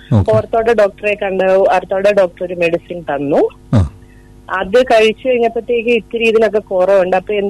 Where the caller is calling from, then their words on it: Pala, Kerala, India; ഞാൻ പാലായിൽ നിന്നാണ് വിളിക്കുന്നത്.